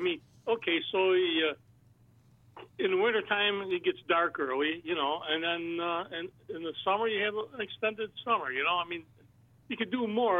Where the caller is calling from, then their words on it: New York, United States; Up here in New York, you know, it starts snowing.